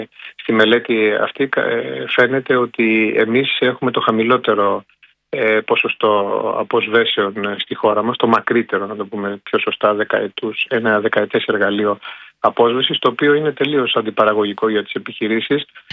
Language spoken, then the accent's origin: Greek; Greece